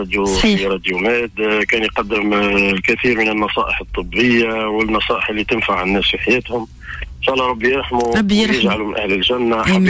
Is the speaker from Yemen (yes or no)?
no; Tunisia; احنا ديما نمشيو في تونس, في بلادنا تونس ديما نمشيو على المذهب المالكي, كلنا معروفين احنا مالكية.